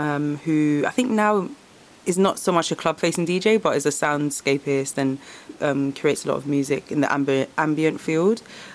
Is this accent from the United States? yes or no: no; Germany; But I'd say growing up in Germany, and also my dad is Jamaican and my mom's German, I think I've always had like a very eclectic taste in music